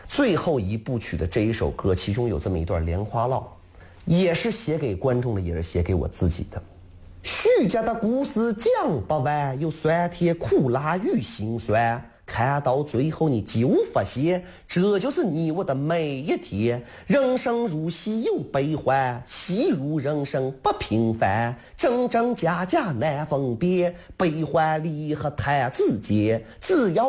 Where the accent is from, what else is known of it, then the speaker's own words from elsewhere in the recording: Taiyuan, Shanxi, China; accent: Taiyuan dialect; 哈浪浪是我们太原方言巷子，北京话胡同的意思